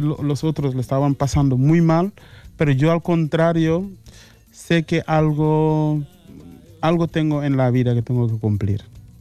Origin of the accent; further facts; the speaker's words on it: Senegal; Spanish is a second language; Y yo por defecto soy de Senegal, pero la mitad de mi familia es gambiana.